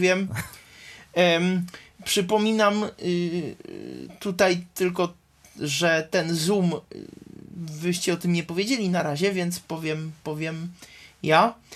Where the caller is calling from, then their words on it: Prague, Czechia; mogę zadzwonić z numeru czeskiego, swojego tutaj stacjonarnego praskiego